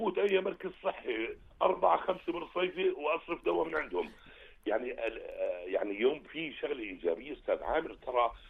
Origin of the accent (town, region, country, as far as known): Jordan